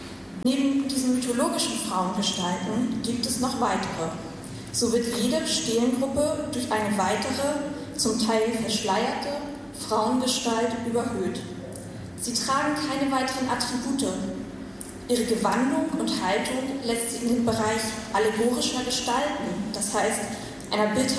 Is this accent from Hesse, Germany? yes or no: no; Kiel, Schleswig-Holstein, Germany; ich bin Kunsthistorikerin, ich komme aus Kiel